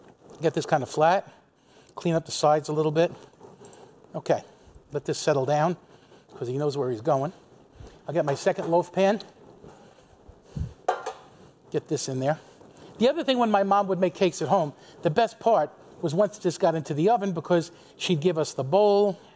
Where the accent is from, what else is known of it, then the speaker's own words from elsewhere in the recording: West Babylon, New York, United States; And the community where I grew up in West Babylon was really a very Catholic community.